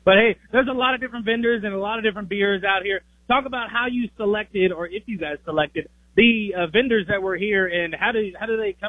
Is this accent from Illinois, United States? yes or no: no; Texas, United States; So you didn't have to worry about the culture shock like I did when I came from Texas.